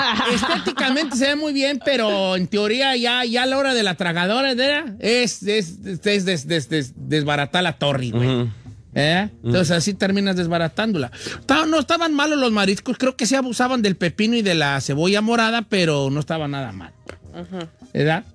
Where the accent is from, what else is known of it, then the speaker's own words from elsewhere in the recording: Michoacán, Mexico; Yo soy de Michoacán.